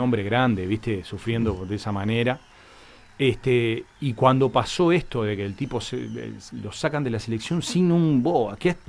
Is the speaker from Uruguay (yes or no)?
yes; Uruguay; Nosotros somos el país que con menos habitantes, tenemos más jugadores sacados a la élite.